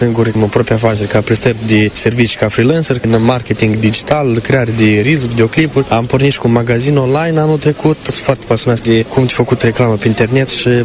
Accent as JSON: {"language": "Romanian", "country": "Italy", "said": "Chiar dacă părinții mei ambii sunt din Republica Moldova și eu sunt din Italia"}